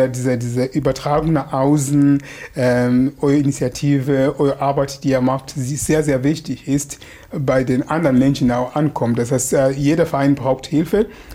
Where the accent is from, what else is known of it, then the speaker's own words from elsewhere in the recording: Erfurt, Thuringia, Germany; Ja, als Erfurter muss ich mir sagen, bisschen schlecht.